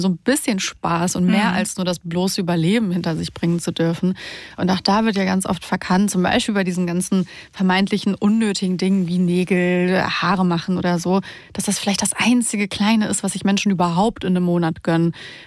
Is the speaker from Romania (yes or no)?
yes; Romania; wir kommen ja zum Teil aus Rumänien und wer sich da auskennt, weiß, dass Rumänien lange keinen Kaffee hatte